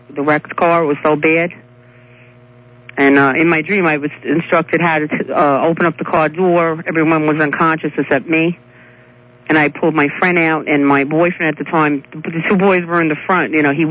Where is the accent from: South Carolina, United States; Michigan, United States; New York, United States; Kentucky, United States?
New York, United States; Brooklyn; accent: Brooklyn; now in Staten Island, United States; I know I have a Brooklyn act. I was from Brooklyn and now moved to Staten Island.